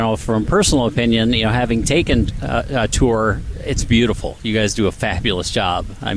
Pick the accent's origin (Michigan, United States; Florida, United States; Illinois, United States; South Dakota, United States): South Dakota, United States; Salem; Having grown up in a small town, I grew up in Salem, so I know what it's like.